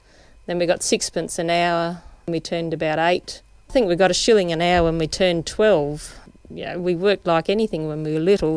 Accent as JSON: {"language": "English", "town": "Harvey", "region": "Western Australia", "country": "Australia", "tie": "born or raised there", "said": "Yes, I'm one of the lucky ones that can say I was born here and I've been bred here."}